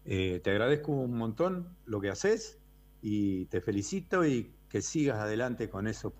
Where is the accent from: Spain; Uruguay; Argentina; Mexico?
Argentina; Entre Ríos; now in Paraná, Argentina; Te comento que soy nacido en Distrito Quebracho, la zona de por ahí del Ramblón. Y pasé una infancia feliz ahí en el campo, en los arroyos, con mi familia. Y bueno, un día se trasladaron todos a Paraná, me vine a Paraná.